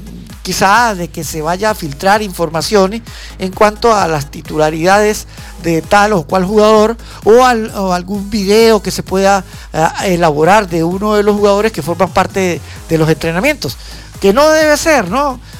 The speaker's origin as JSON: {"language": "Spanish", "country": "Venezuela", "said": "el compatriota venezolano"}